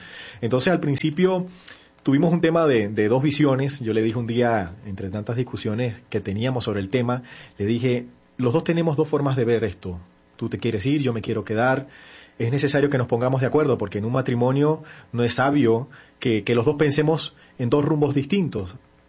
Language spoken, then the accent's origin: Spanish; Venezuela; por la situación que estamos viviendo en el país